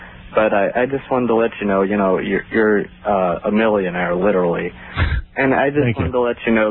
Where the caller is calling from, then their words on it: Seattle, Washington, United States; Seattle, Washington.